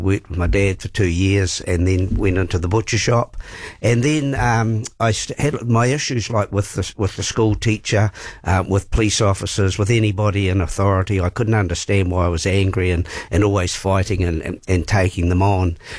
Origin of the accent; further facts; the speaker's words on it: Canterbury, New Zealand; now in Waikuku, New Zealand; I'm a Ngātahi boy, born and bred, and can't get out of the place. Love it down there. Live on the beach now in Waikuku. So I grew up there. Went to Langs Road Academy for Higher Learning in Intellectual Giants, which is known as Papanui High.